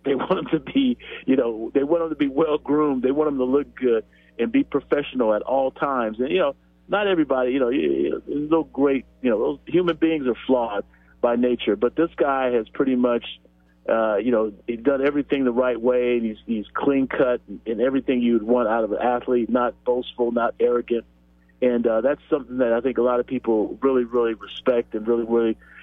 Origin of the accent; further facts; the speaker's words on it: Los Angeles, California, United States; I could walk to Dodger Stadium from my house. I grew up in East L.A., like you said.